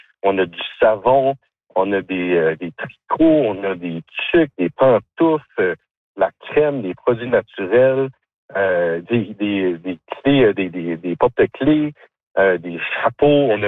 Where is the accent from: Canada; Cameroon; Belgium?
Canada; Robertville; born or raised there